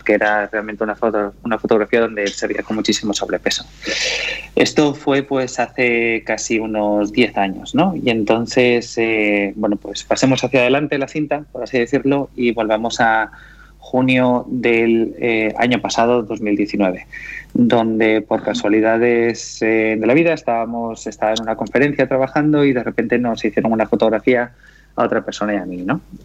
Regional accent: Tarragona, Catalonia, Spain; cuando caminaba por mi ciudad natal, en Tarragona

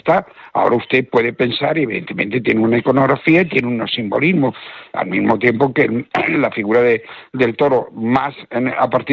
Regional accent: Spain; yo no como catedrático, sino como español, como ciudadano español, una gran satisfacción

